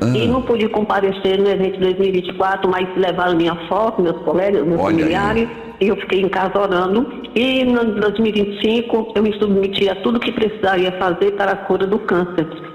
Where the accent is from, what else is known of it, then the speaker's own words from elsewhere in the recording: Fortaleza, Ceará, Brazil; sou de Fortaleza, Ceará.